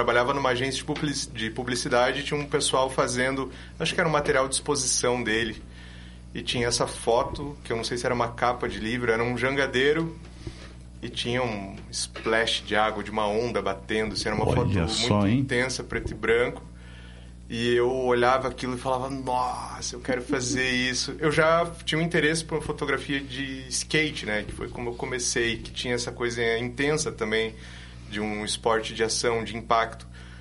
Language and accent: Portuguese; Curitiba, Paraná, Brazil; Sou curitibano.